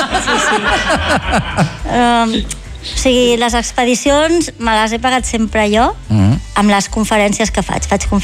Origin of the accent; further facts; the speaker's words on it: Catalonia, Spain; Els dos que hi ha som catalans, no?